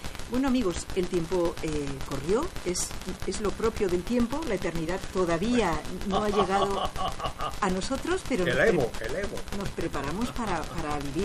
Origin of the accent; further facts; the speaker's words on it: Spain; amigos de América, los españoles, cuando estamos más contentos, es cuando levantamos la voz.